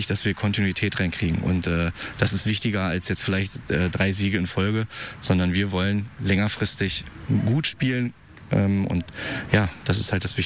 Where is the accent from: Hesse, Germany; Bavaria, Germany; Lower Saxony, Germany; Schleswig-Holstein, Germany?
Hesse, Germany; Bad Karlshafen; Ja, ich komme aus Bad Karlshafen, das ist in Nordhessen, der nördlichste Punkt in Hessen.